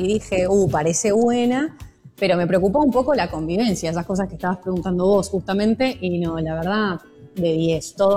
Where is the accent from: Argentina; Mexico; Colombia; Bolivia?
Argentina; somos tres argentinos nada más en la casa.